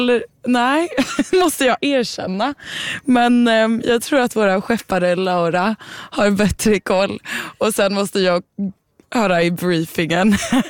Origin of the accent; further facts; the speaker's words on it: Sweden; Det er 5 fra Belgien, og så er det jeg som er svensk, og en annen som er fra Frankrike.